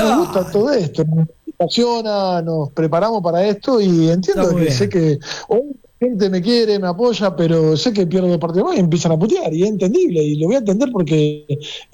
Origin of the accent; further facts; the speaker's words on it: Rosario, Santa Fe, Argentina; allá por mis pagos, yo soy de Rosario.